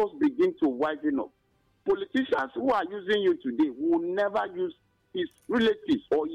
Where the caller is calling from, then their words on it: Enugu State, Nigeria; I'm calling from Ogbabinimbo. Ogbabinimbo is another one, a local one.